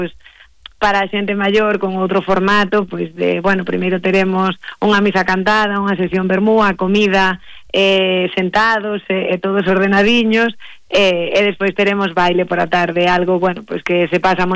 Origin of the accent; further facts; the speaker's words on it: Vilalba, Galicia, Spain; así é algo como moi vilalbés, que todos os que somos de alí, pois lle temos ese cariño especial